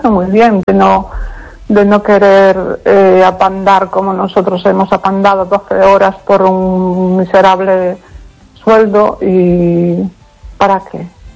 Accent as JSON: {"language": "Spanish", "town": "Pontevedra", "region": "Galicia", "country": "Spain"}